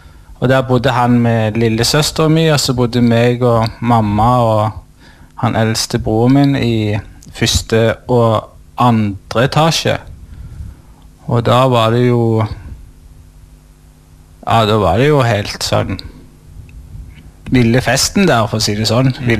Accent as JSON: {"language": "Norwegian", "town": "Sandnes", "region": "Rogaland", "country": "Norway", "tie": "born there", "said": "jeg kom jeg jo fra Sandnes"}